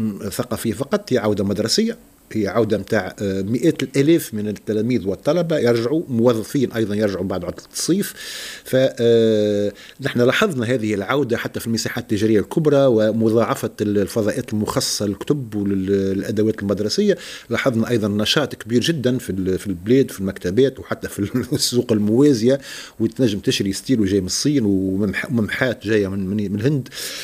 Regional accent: Tunisia; أنت كتونسي وعندك ثقافة معينة عربية تونسية إفريقية

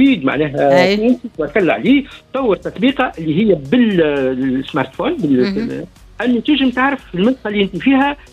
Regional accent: Tunisia; احنا كتونس

